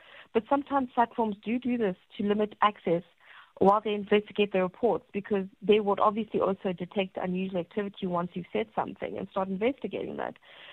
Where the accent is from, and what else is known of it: South Africa